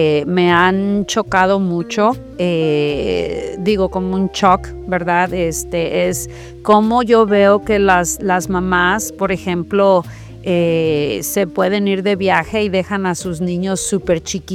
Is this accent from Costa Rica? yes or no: no; Mexico; moved away as an adult; now in United States; la verdad es que como mexicana, criar a un hijo en un país diferente es bien difícil